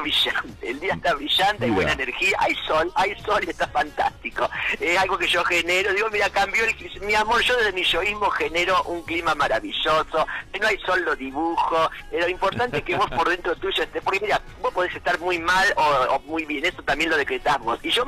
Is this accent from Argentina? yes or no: yes; Argentina; somos todos argentinos, y en este mes del mundial más argentinos que nunca, somos todos argentinos.